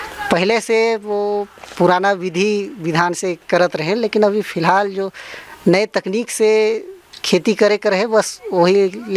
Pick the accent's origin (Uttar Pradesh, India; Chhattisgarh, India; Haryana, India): Chhattisgarh, India; Surguja district; मैं ग्राम पंचायत बटवाही के निवासी हूँ।